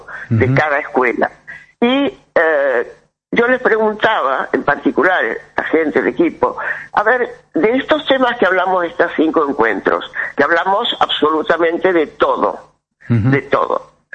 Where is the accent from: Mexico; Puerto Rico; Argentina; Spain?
Argentina; yo soy de Buenos Aires